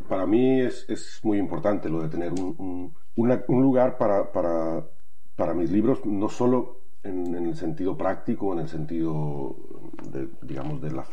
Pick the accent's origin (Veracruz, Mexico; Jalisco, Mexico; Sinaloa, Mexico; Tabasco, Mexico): Sinaloa, Mexico; Culiacán; Culiacán, que es la ciudad donde yo nací y crecí